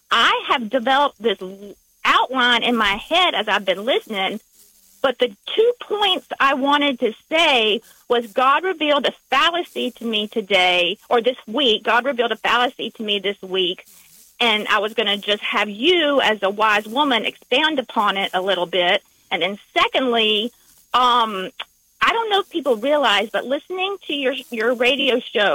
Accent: Southern United States, United States; accent: Southern; Did you know because of my accent? I'm so sorry.

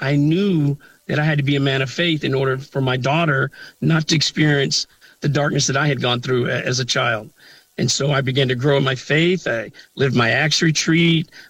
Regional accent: the South, United States; I grew up on wrestling in the South.

